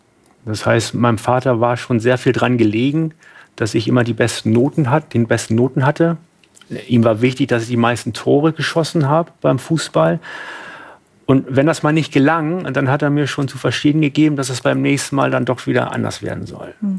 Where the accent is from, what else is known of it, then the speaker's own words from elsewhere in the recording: Winsen, Lower Saxony, Germany; weil in Winsenluhe, dort wo ich herkomme, aus Norddeutschland, in diesem Fitnessstudio, wo ich trainiert habe